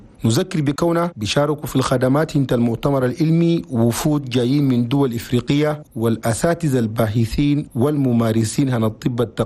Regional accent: Chad; واختاروا بلدنا تشاد

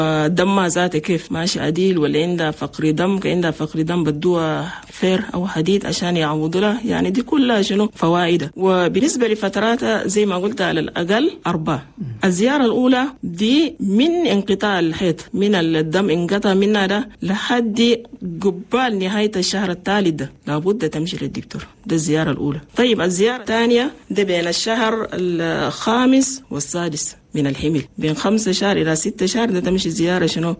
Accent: Chad; لأن نحن عندنا في تشاد نسبة موت عن الأمهات

